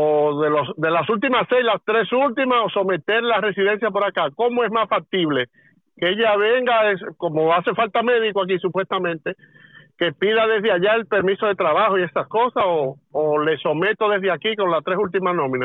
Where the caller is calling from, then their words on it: Tres Cantos, Community of Madrid, Spain; desde Tres Cantos.